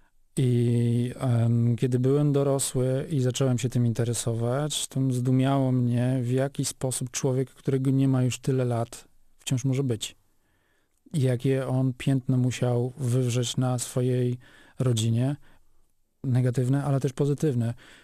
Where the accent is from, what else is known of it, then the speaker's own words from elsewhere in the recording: Niemodlin, Opole Voivodeship, Poland; Urodziłem się w Niemodlinie.